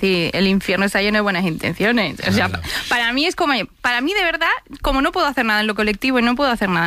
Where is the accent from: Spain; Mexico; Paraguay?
Spain; al principio de la carrera, que es demostrar que soy española, siempre estoy allí.